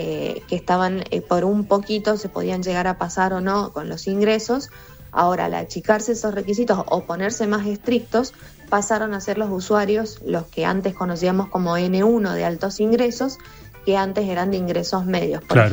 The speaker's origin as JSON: {"language": "Spanish", "region": "Mendoza", "country": "Argentina", "said": "nosotros como mendocinos"}